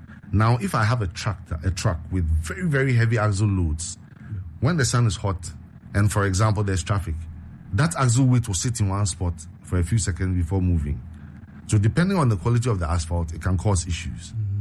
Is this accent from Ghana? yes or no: yes; Ghana; I'm also Ghanaian, so I'll say it's here.